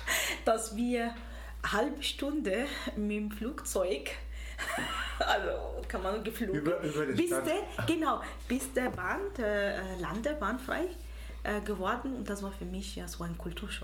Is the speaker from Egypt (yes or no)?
yes; Egypt; German is a second language; moved away as an adult; also born or lived in Tripoli, Libya; now in Schardenberg, Austria; in Ägypten also habe ich dann die Schule besucht und mein Papa eigentlich ist Ägypter, meine Mama ist aus Libyen, bis zum theoretisch 21 in Ägypten gelebt und dann habe ich meinen Mann kennengelernt und wegen der Liebe in Österreich gekommen. Mit 23, 2005.